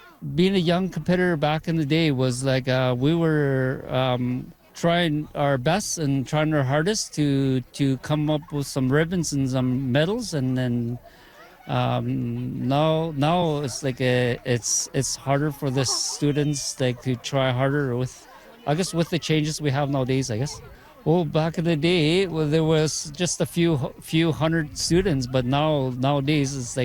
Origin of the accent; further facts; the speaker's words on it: Fort Providence, Northwest Territories, Canada; I'm from Fort Providence, Degas School.